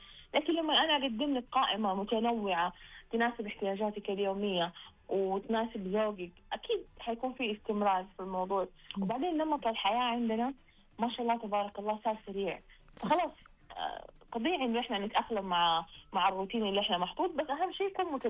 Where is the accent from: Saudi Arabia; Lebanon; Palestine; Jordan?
Saudi Arabia; احنا كشعب سعودي